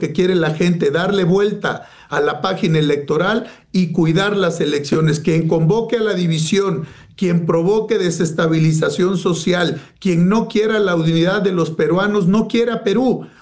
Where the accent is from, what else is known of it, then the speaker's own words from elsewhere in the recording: Mexico; Y te voy a poner el ejemplo que mejor conozco, porque soy mexicano. Esto sucedió en México.